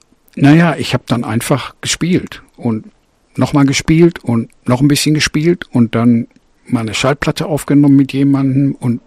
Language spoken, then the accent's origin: German; North Rhine-Westphalia, Germany; Ich bin im Ruhrgebiet aufgewachsen, im Kohlerevier in Westdeutschland.